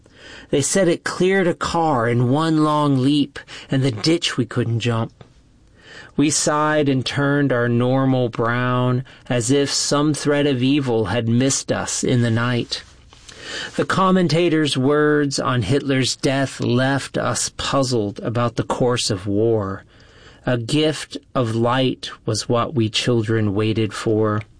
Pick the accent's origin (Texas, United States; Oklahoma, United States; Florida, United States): Oklahoma, United States; Chandler; from Chandler, Oklahoma.